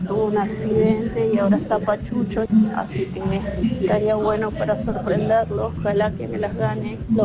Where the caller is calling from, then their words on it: Berazategui, Buenos Aires Province, Argentina; de Berazategui